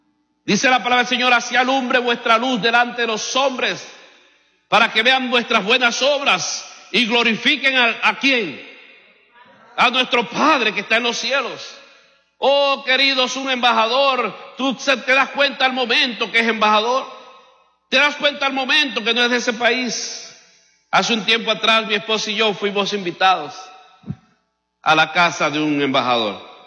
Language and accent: Spanish; Cuba